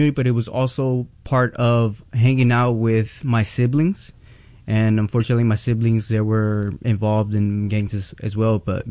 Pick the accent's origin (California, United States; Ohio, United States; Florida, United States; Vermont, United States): California, United States; Sacramento; Actually, I grew up in West Sacramento, too, for just a period of time. But mainly, I grew up over here in North Sacramento.